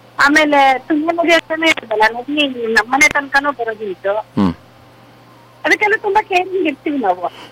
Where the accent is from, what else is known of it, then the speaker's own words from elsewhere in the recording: Thirthahalli, Karnataka, India; ಅದೇ ನಮ್ ತೀರ್ಥಳ್ಳಿ, ನಾನು ಮಳೆನೇ ಹುಟ್ಟಿದ ಹುಡುಗಿ, ಹಂಗಾಗಿ ನಮ್ಮ ಮನೇಲೆಲ್ಲ ತುಂಬಾ ಮಳೆಗಾಲನೇ ಜಾಸ್ತಿ ತೀರ್ಥಳ್ಳಿ.